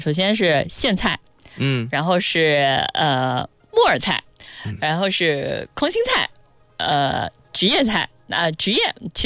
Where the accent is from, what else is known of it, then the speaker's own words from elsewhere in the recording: Nanjing, Jiangsu, China; 我南京人